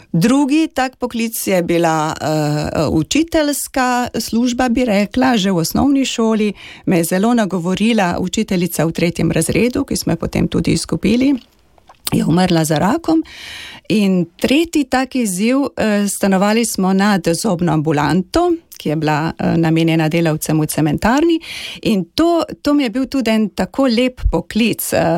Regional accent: Anhovo, Gorizia, Slovenia; moved away; also born or lived in Postojna / Marijino Celje; potem smo pa živeli dobrih 14 let ob cementarni v Anhovem

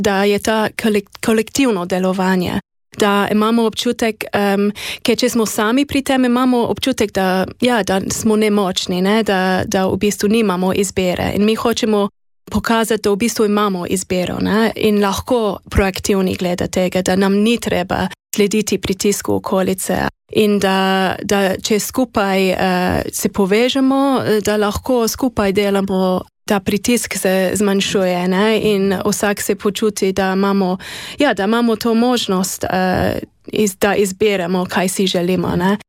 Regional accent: United Kingdom; Slovenian is a second language; now in Slovenia; jaz sem iz Velike Britanije

